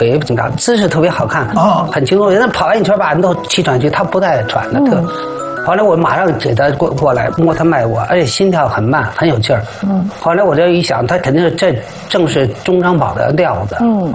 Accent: Beijing, China; 我是老北京人啊，我住在长那个西城这一块儿。

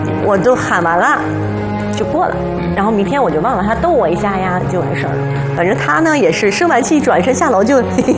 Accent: Shenyang, Liaoning, China; 因为我是沈阳人，咱东北吃饭过年

